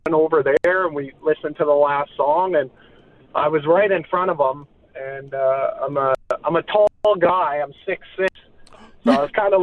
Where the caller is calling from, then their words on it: Harbour Grace, Newfoundland and Labrador, Canada; I'm from Harbor Grace.